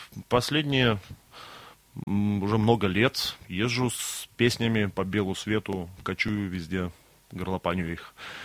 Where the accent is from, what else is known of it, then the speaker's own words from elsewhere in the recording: Mogilev, Mogilev Region, Belarus; Я из Могилева. Это такой город в Беларуси.